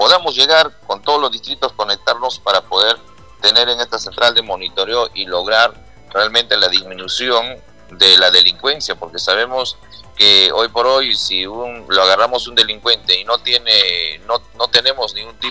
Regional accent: Huancavelica, Peru; now in Pangoa, Peru; yo soy de Huancavelica, un huancavelicano que habito aquí en Pangoa

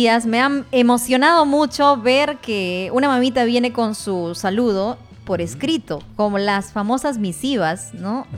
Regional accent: Cajamarca, Peru; en mi tierra, en Cajamarca

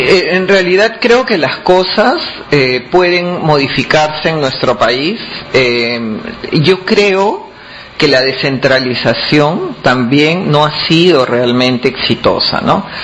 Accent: Marcona, Ica, Peru; Yo nací en Marcona.

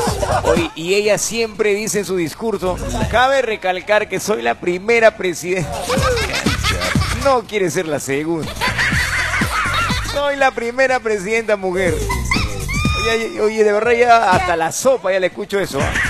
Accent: Peru

